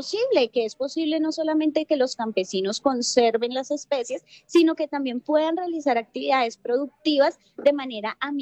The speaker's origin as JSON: {"language": "Spanish", "region": "Huila", "country": "Colombia", "said": "muy orgullosos como huilenses y como como colombianos"}